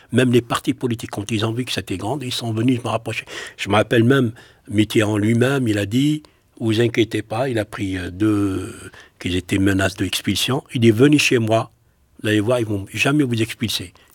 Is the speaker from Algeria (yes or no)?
yes; Algeria; now in France; on a quitté l'Algérie, on a pensé c'est fini, on ne les trouve plus.